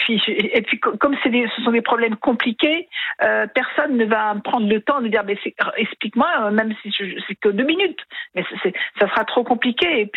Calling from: Brittany, France; Je suis en Bretagne

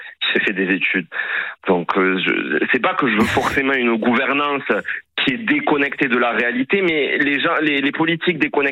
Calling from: Rodez, Occitanie, France; Moi, j'habite à Rodez

